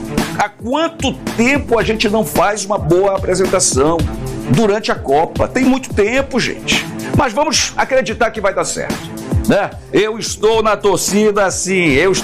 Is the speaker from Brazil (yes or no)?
yes; Brazil; Sou patriota, sou brasileiro, né?